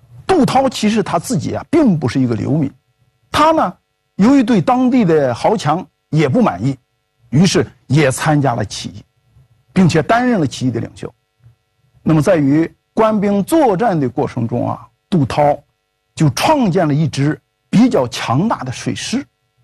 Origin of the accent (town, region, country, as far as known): China